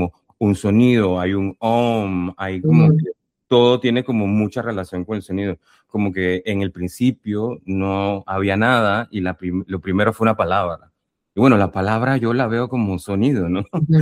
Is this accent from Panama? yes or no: yes; Panama; A mí me preguntan a veces si yo soy bilingüe, porque aquí en Panamá hablamos español e inglés